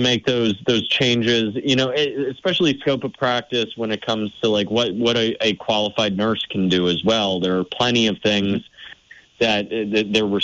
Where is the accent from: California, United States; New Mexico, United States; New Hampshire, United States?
New Hampshire, United States; I see our neighbors in New Hampshire, my home state